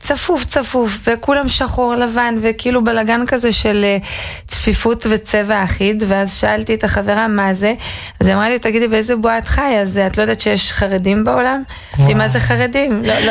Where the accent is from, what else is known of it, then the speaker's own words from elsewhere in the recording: Jerusalem, Jerusalem District, Israel; born there; also born or lived in Saint Petersburg, Russia; בגיל 10, כמעט 10, הגענו לארץ מסן פטרסבורג, ברית המועצות, אני ואימי. ואבא שלי עלה גם כן לפני מלחמת המפרט ב-90, זה ממש בנפילת מסך הברזל, זה היה התקופה. וגם לנווה יעקב לפני שהתחרדה